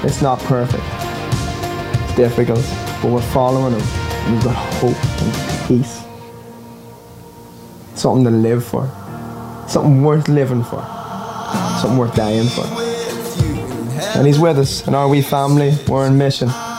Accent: Monaghan, County Monaghan, Ireland; I was in a little church in Monaghan, my hometown in Ireland.

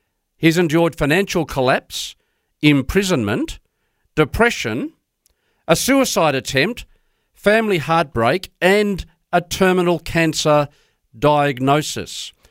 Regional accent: Newcastle, New South Wales, Australia; you, like me, are a Novocastrian

